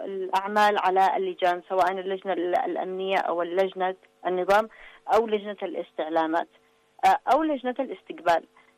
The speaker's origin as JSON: {"language": "Arabic", "country": "Yemen", "said": "الحضور المشرف والحضور الكبير الذي يليق بنا كيمنيين"}